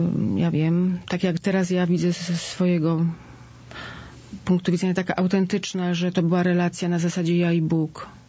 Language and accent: Polish; Płock, Masovian Voivodeship, Poland; urodziłam się w Płocku, ale to było środowisko jakby przedmieści z ogrodem, nawet z kawałkiem pola. Piękne miejsce.